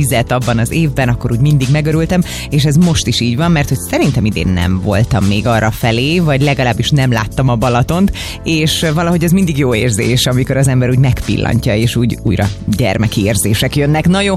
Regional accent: Great Hungarian Plain, Hungary; Én alföldi gyerek vagyok

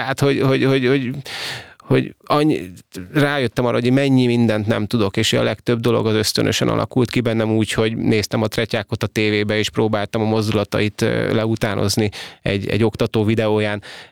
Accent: Hungary; Na és akkor azt éreztem, hogy úristen, megérkeztem magyarként, fogalmuk se volt a csapattársaknak semmiről, hogy hol van Magyarország

